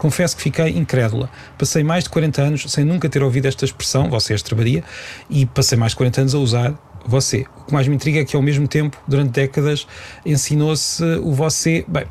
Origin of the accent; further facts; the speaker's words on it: Peniche, Centro, Portugal; moved away as an adult; era da minha terra